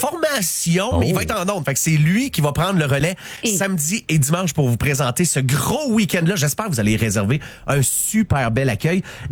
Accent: Quebec, Canada; born there; Hey, moi, là, je suis né en Beauce

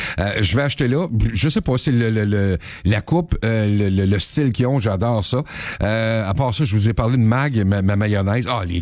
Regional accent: Quebec, Canada; c'est à Warwick, c'est tout près de Victoriaville. C'est là d'où je viens.

